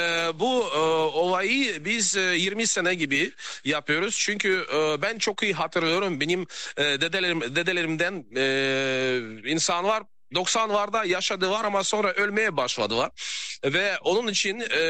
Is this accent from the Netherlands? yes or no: no; Saint Petersburg, Russia; born there; Turkish is a second language; Evet, benim ailem Sankt Petersburg'dan, ben Petersburg'da doğdum